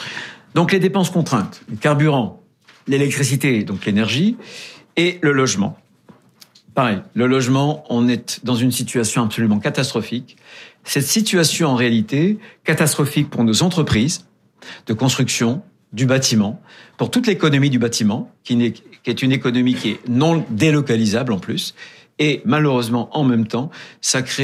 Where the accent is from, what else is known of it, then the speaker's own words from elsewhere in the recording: France; chez nous, en France